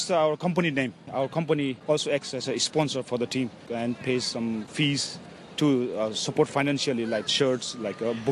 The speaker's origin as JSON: {"language": "English", "country": "Hong Kong", "tie": "born there", "said": "I was born in Hong Kong, as my father was stationed in the British Army in Hong Kong."}